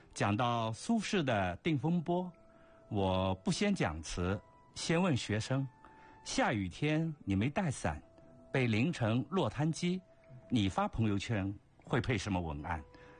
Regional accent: Jiangshan, Zhejiang, China; 我们江山话保留了许多古音

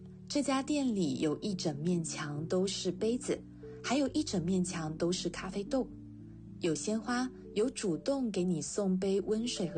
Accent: Chaozhou, Guangdong, China; now in Guangzhou, China; 一开始来广州的时候很不适应吃这边的肠粉，作为一个潮州人，一直认为有芝麻酱的肠粉才叫肠粉

